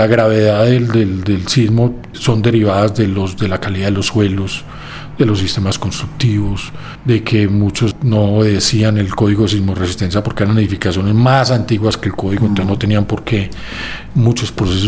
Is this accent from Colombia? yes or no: yes; Manizales, Caldas, Colombia; yo soy de Manizales, y ya pues en mi juventud me había tocado el terremoto del 79, que fue muy complejo en Manizales.